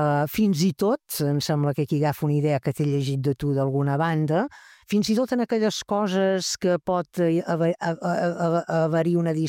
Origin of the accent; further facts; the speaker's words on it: Menorca, Balearic Islands, Spain; som la gent de Menorca